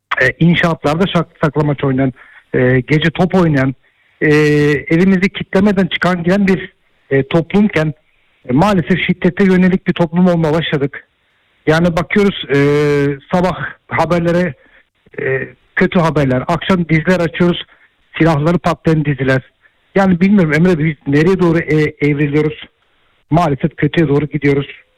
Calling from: İzmir, Turkey

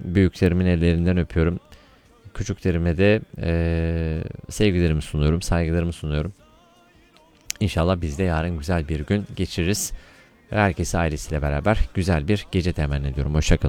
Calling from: Istanbul, Turkey; Abi merhaba … İstanbul'dan.

